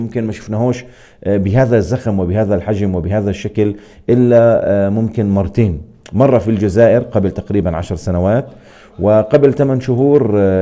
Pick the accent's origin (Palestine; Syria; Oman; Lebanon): Palestine; بهمنا كثير كفلسطينيين